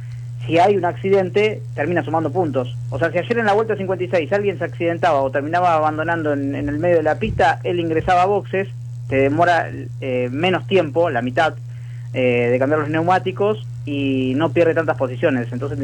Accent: Argentina; nosotros somos argentinos

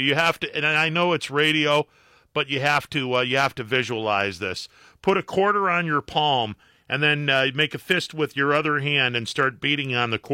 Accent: Ohio, United States; See, now I grew up in the Mahoning Valley. I grew up in the Mahoning Valley.

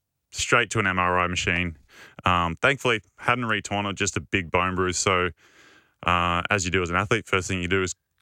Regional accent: Australia

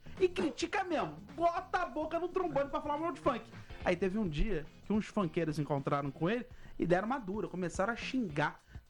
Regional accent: Rio de Janeiro, Brazil; accent: carioca; Pode ser, ele também é carioca e também viveu até uns 19 anos no Rio.

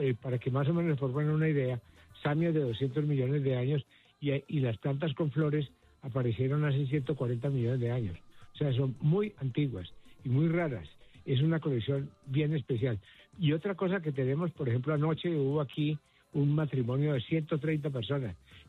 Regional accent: Colombia

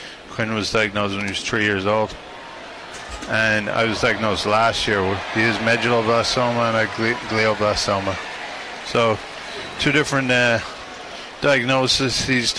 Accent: County Meath, Ireland; I'm from Meade, yeah, the opposite side.

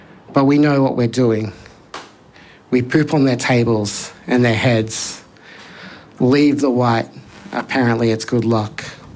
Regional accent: New South Wales, Australia; born or raised there

